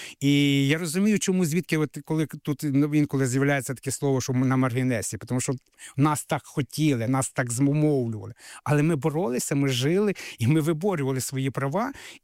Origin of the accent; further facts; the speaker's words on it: Carpathians, Ukraine; moved away as an adult; now in Crimea, Ukraine; я етнічний бойко з Карпат. Я не народився в Криму. Але на сьогодні я себе самоідентифікую як етнічним українцем, приналежність до цієї громади.